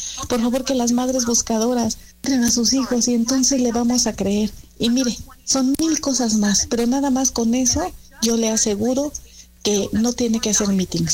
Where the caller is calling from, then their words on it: Toluca, State of Mexico, Mexico; de Toluca.